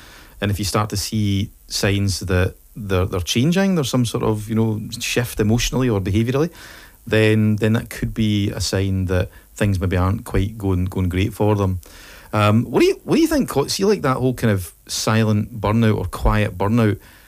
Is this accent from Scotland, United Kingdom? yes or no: yes; Falkirk, Scotland, United Kingdom; moved away; I'm originally from Falkirk